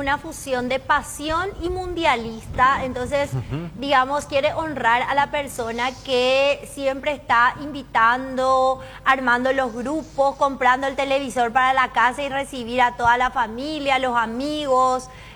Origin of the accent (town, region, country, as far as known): Paraguay